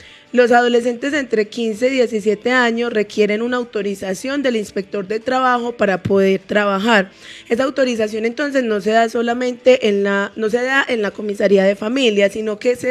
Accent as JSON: {"language": "Spanish", "country": "Colombia", "said": "como colombianos y colombianas"}